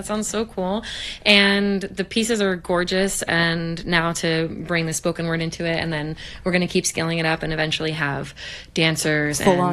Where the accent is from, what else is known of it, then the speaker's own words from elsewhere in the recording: New York, United States; also born or lived in Sullivan County, New York; I grew up in Lower Manhattan, downtown, and then also in Sullivan County.